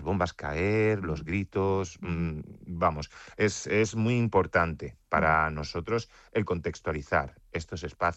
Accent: Alicante, Valencian Community, Spain; un aspecto que muchas veces olvidamos como alicantinos es que la Guerra Civil acabó aquí en Alicante. Fuimos el último reducto en ser tomado.

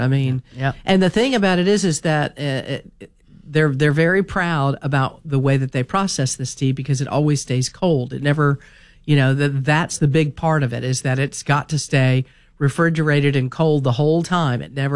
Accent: Miami, Florida, United States; Mine is when I was growing up in the South Miami area, there was a Wholesome bakery.

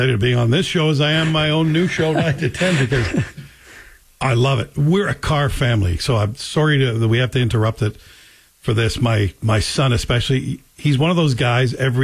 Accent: Canada; So I wouldn't panic yet if I'm a Canadian. I think we should all just take a deep breath. We're clearly ready to fight.

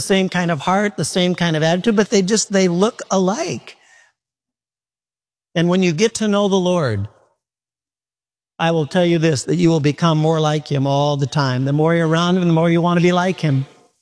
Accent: Midwest, United States; And the lightning was something I've never seen. And I'm from the Midwest.

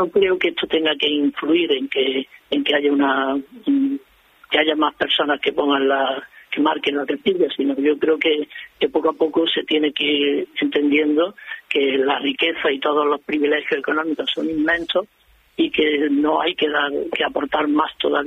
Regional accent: Córdoba, Andalusia, Spain

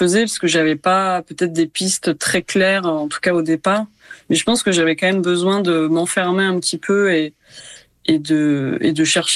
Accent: Ramatuelle, Provence-Alpes-Côte d'Azur, France; En fait, j'ai un lien assez fort avec Ramatuelle, donc là où j'ai grandi, puisque toute ma famille est là

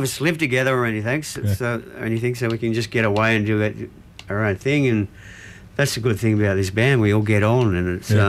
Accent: Kogarah, New South Wales, Australia; We grew up in Cogra, down, Cogra, like Brighton area and all that. We grew up around there

